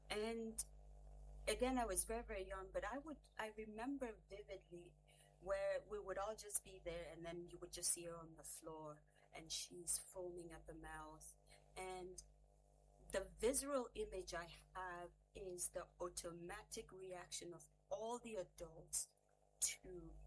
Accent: Accra, Greater Accra, Ghana; But growing up in Accra, there was a young lady that lived opposite our house across the street.

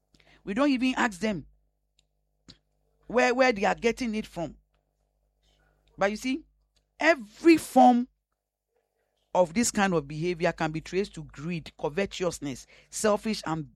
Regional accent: Ghana; I am sad as a mother. I am sad as a prophet. I am sad as a Ghanaian.

